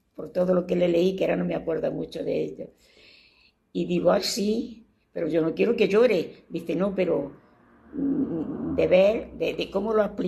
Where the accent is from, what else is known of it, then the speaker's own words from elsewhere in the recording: Granada, Andalusia, Spain; born there; moved away; a Granada, que es mi tierra.